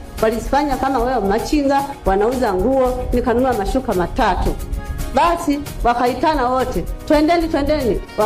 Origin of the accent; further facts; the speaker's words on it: Manyoni, Singida, Tanzania; Nimetoka Manyoni. Nimetoka Manyoni baba.